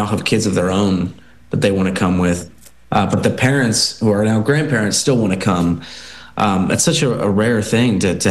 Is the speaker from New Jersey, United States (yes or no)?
yes; New Jersey, United States; Well, as I mentioned, we grew up in Jersey, and been lifelong Giants fans